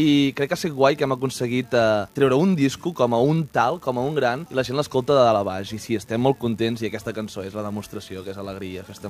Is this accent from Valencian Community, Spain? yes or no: no; Torelló, Catalonia, Spain; al cap i a la fi és un disco que parla de nosaltres, que som quatre amics de Torelló, i això és el que fem.